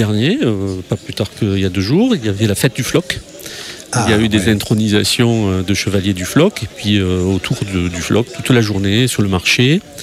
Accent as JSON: {"language": "French", "region": "Occitanie", "country": "France", "accent": "south-west", "said": "mon accent du sud-ouest, il me dit « Mais vous êtes d'où ? » Alors du Gers, de Gers, oui, sud-ouest"}